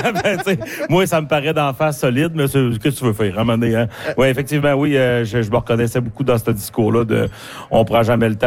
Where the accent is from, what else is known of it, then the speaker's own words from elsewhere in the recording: Quebec, Canada; Mais moi, en région, c'est mes racines, c'est mon accent. C'est là-dessus que je base mon premier one-man show qui va sortir en octobre.